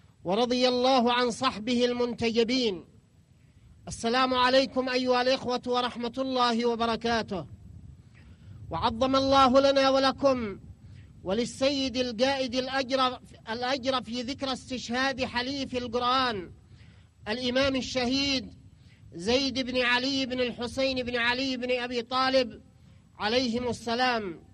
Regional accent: Yemen; ونحن كشعب يمني مؤمن معنيون بأن نتحرك لنتصدى لأعدائنا

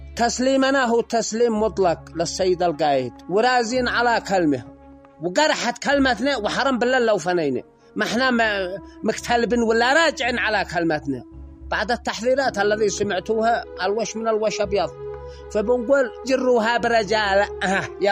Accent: Yemen; احنا كشعب يمني حاضرين جاهزين مستعدين

